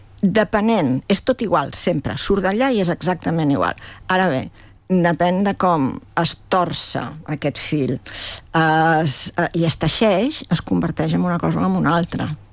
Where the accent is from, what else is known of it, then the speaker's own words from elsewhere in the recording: Esparreguera, Catalonia, Spain; born there; Bueno, jo vaig néixer a Esparreguera i tinc el teatre posat...